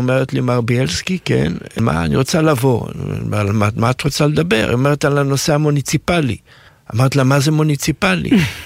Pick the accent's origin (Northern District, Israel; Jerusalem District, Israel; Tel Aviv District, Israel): Jerusalem District, Israel; Jerusalem; moved away as an adult; also born or lived in South Africa; now in Ra'anana, Israel; אני נולדתי בירושלים. כל חיי גרתי בירושלים, ואז נשלחתי על ידי הסוכנות היהודית לדרום אפריקה להיות שליח עלייה. והייתי 3 שנים בדרום אפריקה